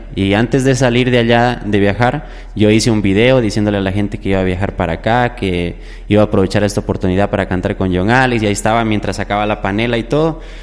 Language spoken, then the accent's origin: Spanish; Loja, Ecuador; viajé muchas horas desde Loja, Ecuador, porque yo soy del sur de Ecuador, que eso ya limita con Perú.